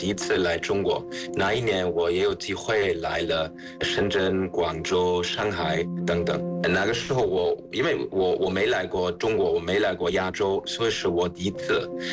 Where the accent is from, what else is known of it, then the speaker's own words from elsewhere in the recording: Trier, Rhineland-Palatinate, Germany; Chinese is a second language; moved away as an adult; also born or lived in Hong Kong; now in Shanghai, China; 我来自于德国特里亚，我住在中国8年，我在贸易公司在上海工作，我本科在德国读书，然后我在复旦大学和香港大学读了 MBA